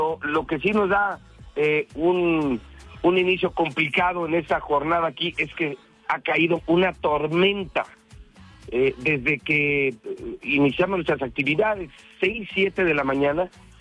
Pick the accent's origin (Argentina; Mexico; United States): Mexico; Soy mexicano, voy con la camiseta de México.